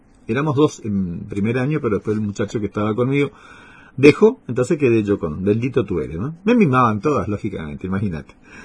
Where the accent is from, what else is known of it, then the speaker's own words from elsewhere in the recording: San Roque, Corrientes, Argentina; born there; also born or lived in Paso de los Libres; yo hice la primaria en San Roque. Después vine a Paso de los Libres, terminé la secundaria